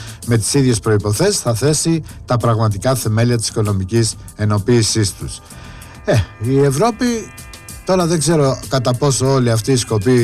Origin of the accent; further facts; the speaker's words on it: Greece; ειδικά εγώ σαν Έλληνας, είναι προσωπική μου άποψη καθαρά, όταν ξέρω ότι είμαι στην άκρη της Ευρώπης, είμαι ο ακρίτας της Ευρώπης